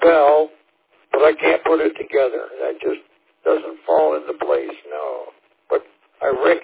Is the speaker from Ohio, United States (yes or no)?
no; New York, United States; born or raised there; now in Spring Grove, United States